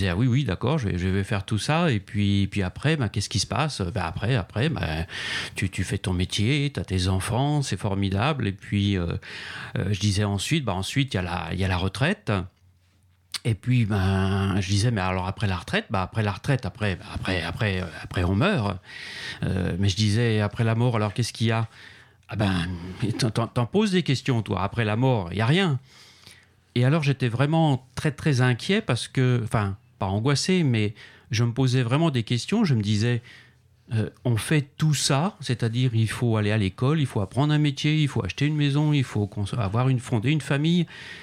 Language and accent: French; France; Je suis français.